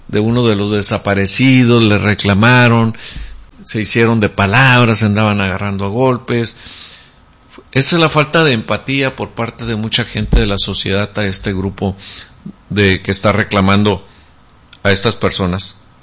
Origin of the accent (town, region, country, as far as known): Mexico